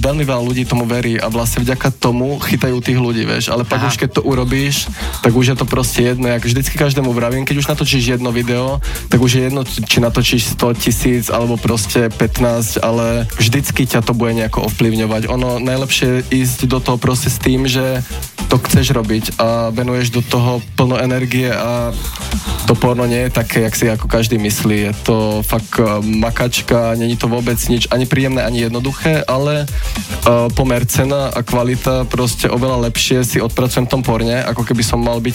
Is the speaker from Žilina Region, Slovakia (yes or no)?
no; Jelka, Trnava Region, Slovakia; moved away; som z malej dedinky a fakt pochádzam z malej dediny Jelka, to je proste 50 km od Bratislavy